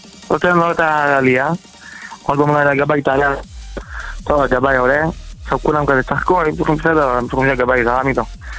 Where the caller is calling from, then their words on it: Bnei Brak, Tel Aviv District, Israel; אני מבני ברק